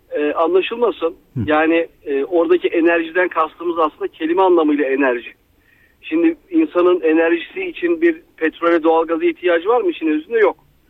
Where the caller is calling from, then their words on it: Istanbul, Turkey; İstanbul'dan arıyorum.